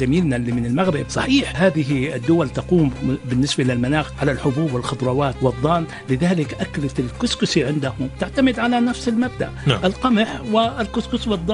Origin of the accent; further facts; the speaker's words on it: Jordan; وأينما ذهبت في أي مكان في العالم وتقول أنا من الأردن، أبدا يستحضر مباشرة طعام المنسف.